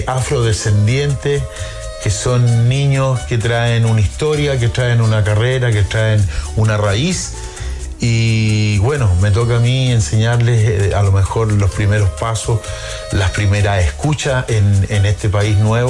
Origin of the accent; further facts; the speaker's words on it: Chile; yo como todo chileno, tuve, mantengo la figura de la Gabriela de forma casi inconsciente